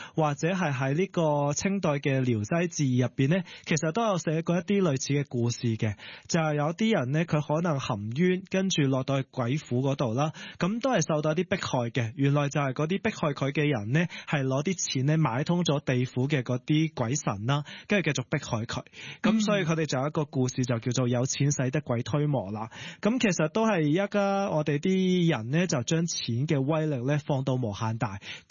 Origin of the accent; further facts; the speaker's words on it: Hong Kong; 我哋香港人